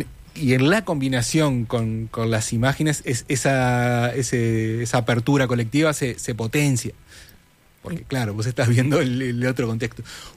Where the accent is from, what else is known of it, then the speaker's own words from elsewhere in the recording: Uruguay; Soy un poco más chico, soy de Uruguay.